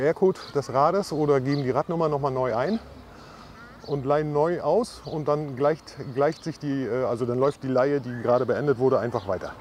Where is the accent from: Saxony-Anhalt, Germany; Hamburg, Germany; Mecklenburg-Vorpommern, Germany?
Mecklenburg-Vorpommern, Germany; Usedom; Also ich bin ja geboren hier auf der Insel und demzufolge kenne ich es auch gar nicht anders.